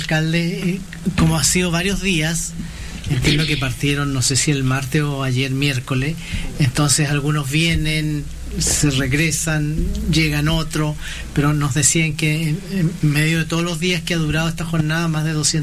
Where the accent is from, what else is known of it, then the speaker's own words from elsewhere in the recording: Temuco, Araucanía, Chile; Somos ambos de la Araucanía. Él es cunquino de Cunco, yo soy de Temuco.